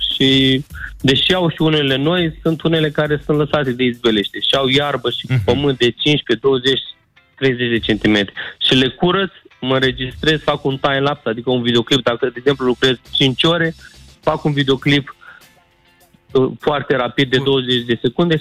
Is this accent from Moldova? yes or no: no; Bârlad, Vaslui County, Romania; moved away as an adult; now in London, United Kingdom; sunt deloc din Bârlad și de mulți ani trăiesc în Londra, în Marea Britanie.